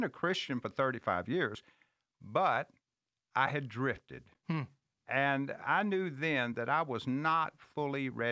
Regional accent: Harrisburg, Arkansas, United States; now in Memphis, United States; But no, I grew up in a small town in Arkansas, Northeast Arkansas, called Harrisburg. Out in the country, country boy

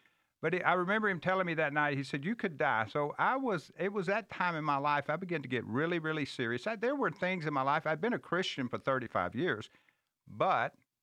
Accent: Harrisburg, Arkansas, United States; also born or lived in Memphis; But no, I grew up in a small town in Arkansas, northeast Arkansas, called Harrisburg. Out in the country, country boy, grew up, was raised in church all my life

